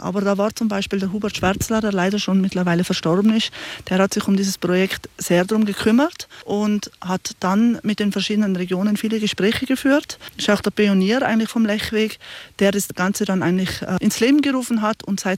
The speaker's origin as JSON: {"language": "German", "area": "Lech Valley", "region": "Tyrol", "country": "Austria", "tie": "born or raised there", "said": "Ich bin Lechtalerin und bin im Lechtal aufgewachsen"}